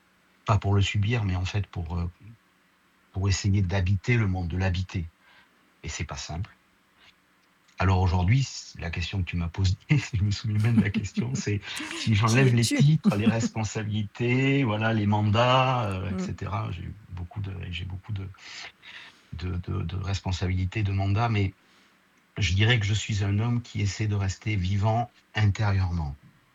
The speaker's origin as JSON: {"language": "French", "town": "Périgueux", "region": "Nouvelle-Aquitaine", "country": "France", "tie": "born there", "said": "je suis né à Périgueux, dans une famille modeste"}